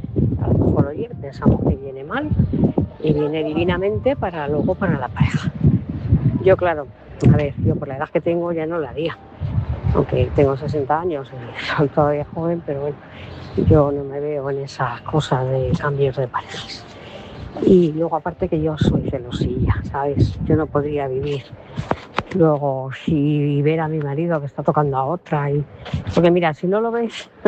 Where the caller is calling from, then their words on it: Móstoles, Community of Madrid, Spain; de Móstoles.